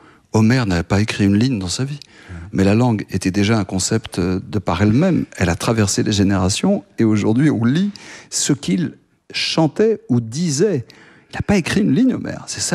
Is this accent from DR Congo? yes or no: no; France; born there; Moi, j'étais parent grec, je suis né en France, mais je parle grec couramment.